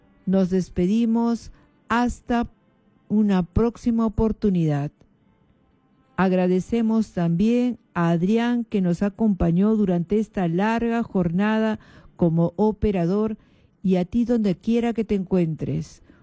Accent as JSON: {"language": "Spanish", "country": "Peru", "said": "para que juntos como peruanos podamos"}